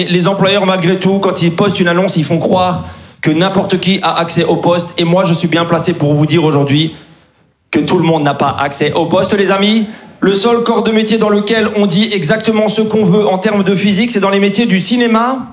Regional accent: Grand Est, France; born or raised there

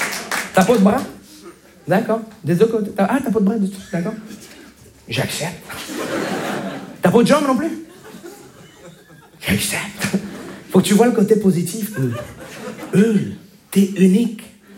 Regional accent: Montreal, Quebec, Canada; Bonjour, je me présente … je viens de Montréal.

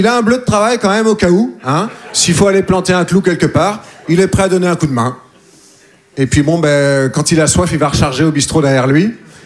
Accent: Nouvelle-Aquitaine, France; Moi, je fais partie de ce qu'on appelle les humoristes de province. Je viens des Deux-Sèvres. Vous connaissez les Deux-Sèvres ? Non ? C'est entre la Vienne et la Vendée.

